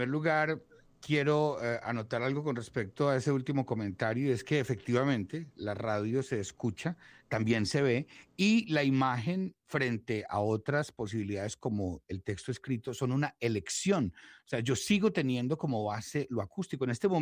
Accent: Colombia; somos tan diversos en todas las regiones que dice uno, yo soy colombiano, sí, pero yo soy caribeño, sí, pero yo soy llanero, claro, pero yo soy paisa.

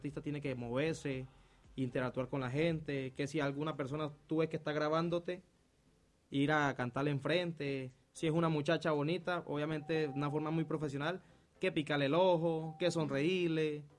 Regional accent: Cartagena, Bolívar, Colombia; born there; now in Cúcuta, Colombia; yo soy de Cartagena, entonces, para los que no saben, yo soy de Cartagena, pero pues mi papá es de acá de Cúcuta, ya vivo acá en Cúcuta hace más de 8 años, 9 años aproximadamente.

